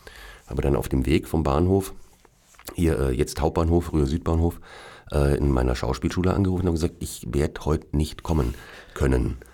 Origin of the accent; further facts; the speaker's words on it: Munich, Bavaria, Germany; born there; also born or lived in Zurich; Naja, also meinen Geburtsort habe ich mir nicht ausgesucht. Da kam ich einfach in München auf die Welt.